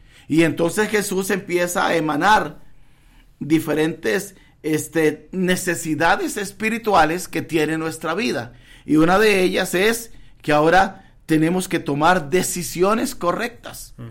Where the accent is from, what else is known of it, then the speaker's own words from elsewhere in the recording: Guanacaste, Costa Rica; como yo soy de allá, Guanacaste